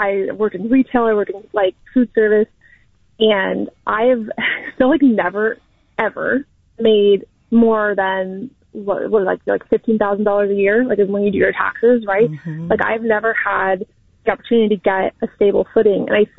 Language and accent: English; Martinez, California, United States; Like, I grew up in Martinez. I see the quote unquote kind of suburban normal life. Like we were working class family kind